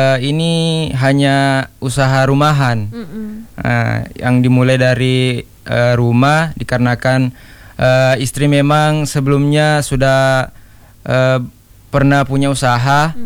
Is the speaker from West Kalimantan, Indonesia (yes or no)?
no; Bone, South Sulawesi, Indonesia; Saya sendiri asli orang Bone, yang tinggal di Desa Pasipo, Kecamatan Palaka, Kabupaten Bone.